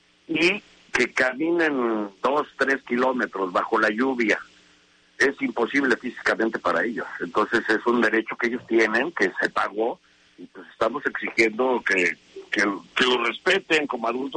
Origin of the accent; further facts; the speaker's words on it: Mexico; nuestra dignidad como mexicanos